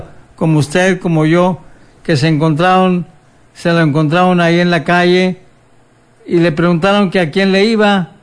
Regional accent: Mexico; porque somos mexicanos y tendremos que irle a nuestro país México

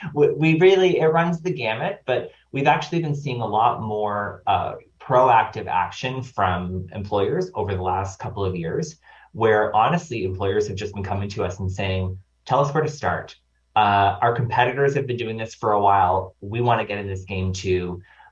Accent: Nova Scotia, Canada; I'm from Nova Scotia

